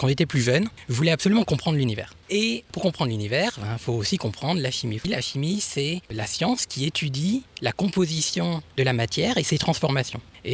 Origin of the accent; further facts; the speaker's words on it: Béthisy-Saint-Pierre, Hauts-de-France, France; Moi, je suis originaire de Béthisy-Saint-Pierre. Je suis resté ici jusqu'au bac que j'ai eu à Compiègne.